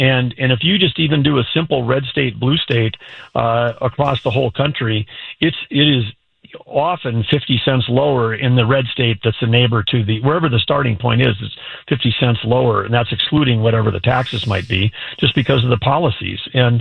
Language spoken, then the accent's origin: English; North Dakota, United States; Back in North Dakota, it's 11 cents